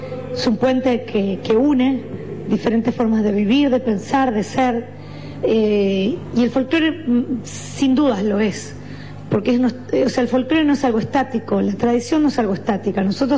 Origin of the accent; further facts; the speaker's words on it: Santa Fe, Argentina; Yo soy santafesina y para mí haberme criado escuchando … es, como decís, es parte de lo que a mí me representa.